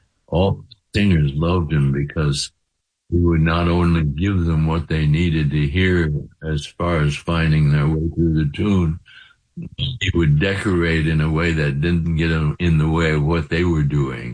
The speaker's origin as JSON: {"language": "English", "town": "Kirkland", "region": "Washington", "country": "United States", "tie": "born or raised there", "said": "where I grew up in Kirkland, Washington."}